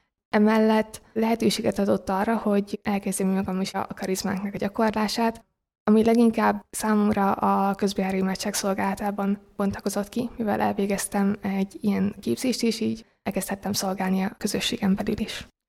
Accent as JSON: {"language": "Hungarian", "town": "Kaposvár", "region": "Somogy", "country": "Hungary", "tie": "born there", "moved": "as an adult", "lives_now": "Budapest, Hungary", "said": "Kaposvaron erre annyira nem volt lehetőség, mivel ott születtem, és amikor felköltöztem Budapestre egyetemre"}